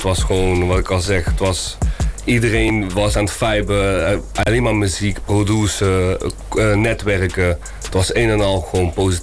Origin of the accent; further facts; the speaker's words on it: Tilburg, North Brabant, Netherlands; Ik kom uit Tilburg.